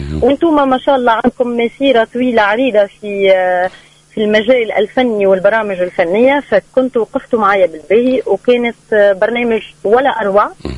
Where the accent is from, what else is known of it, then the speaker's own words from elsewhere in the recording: Tunisia; moved away as an adult; كنت نطمح اني نخرج كنجمة من تونس ولا نخرج كاسم اعلامي متميز في تونس.